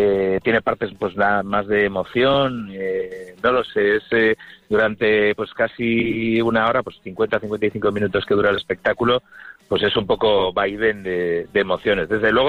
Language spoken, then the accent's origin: Spanish; Vigo, Galicia, Spain; con mi infancia aquí, en Vigo